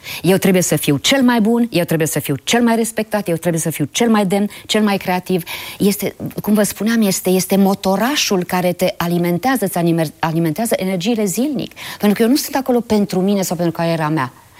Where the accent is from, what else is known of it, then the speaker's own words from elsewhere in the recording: Transylvania, Romania; preceptul consacrat la noi acasă în Ardeal: fă rai din ce ai.